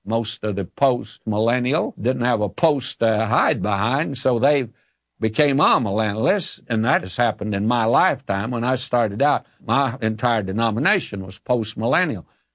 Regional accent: the South, United States; I was raised in the South.

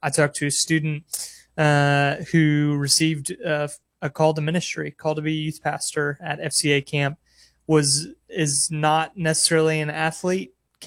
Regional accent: Illinois, United States; I'm a kid from Illinois who didn't really fish growing up.

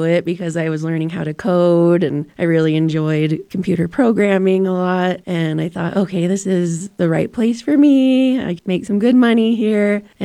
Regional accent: Salt Lake City, Utah, United States; now in Park City, United States; Yep, I've lived in Utah my whole life. My family is originally from Shiprock, New Mexico. But okay. I grew up in Utah, in Salt Lake, and then moved to Park City 3 years ago.

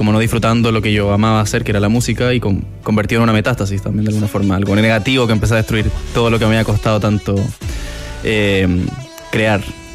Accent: Talagante, Santiago Metropolitan Region, Chile; now in Santiago, Chile; Sí, ahora ya no vivo en Talagante, pero toda mi vida de Talagante, claro.

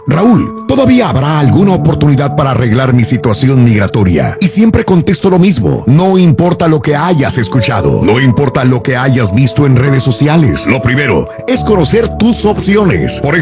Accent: Mexico; Somos muy buenos en taekwondo y también en karate, en artes marciales, los mexicanos.

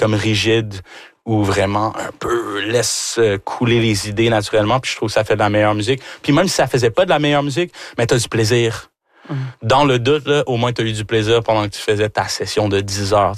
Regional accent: Rouyn-Noranda, Quebec, Canada; T'sais, moi, je suis... Québécois de chez Québécois, là, tu sais, je suis né ici, justement, à Rouyn-Noranda.

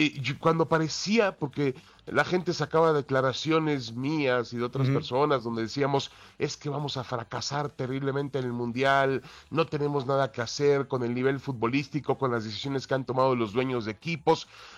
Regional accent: Mexico; nada iba a cambiar en los muchos problemas que confrontamos los mexicanos todos los días

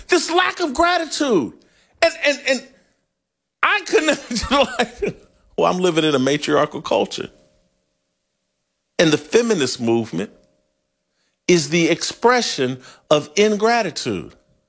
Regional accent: Indianapolis, Indiana, United States; I'm from Indianapolis. I'm an Indiana Fever fan. And yes, I'm black.

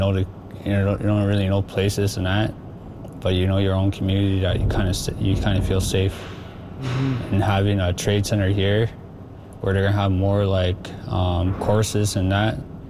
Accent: Fort Good Hope, Northwest Territories, Canada; I'm from Fort Good Hope. I lived here my whole life.

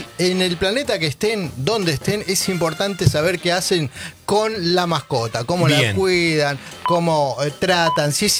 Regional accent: Argentina

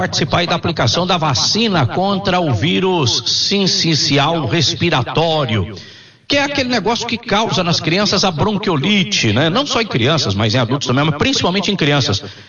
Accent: Minas Gerais, Brazil; Eu falo lá em Minas Gerais, que eu sou mineiro, né?

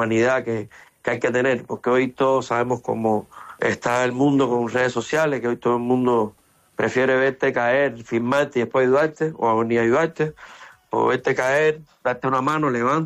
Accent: Cuba; moved away; Porque venimos de Cuba, una isla que a pesar de todos los problemas que tiene, yo creo que pronto va a estar más viva que nunca.

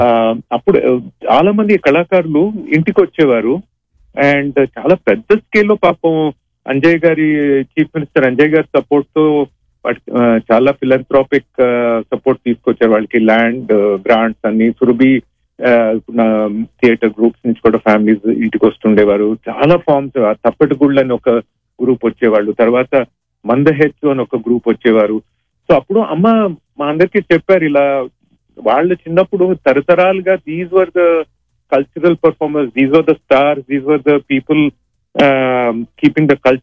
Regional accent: Hyderabad, Telangana, India; నేను చిన్నప్పుడు హైదరాబాద్ లో

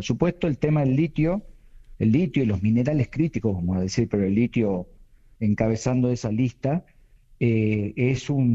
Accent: Salta, Argentina; Yo soy salteño, sí, y vivo, sí, en Salta.

